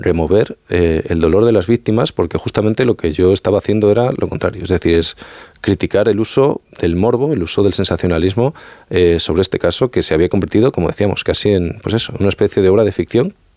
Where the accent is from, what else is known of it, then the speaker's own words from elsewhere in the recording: Extremadura, Spain; Yo vengo de la Sierra de Gata, está al norte de Cáceres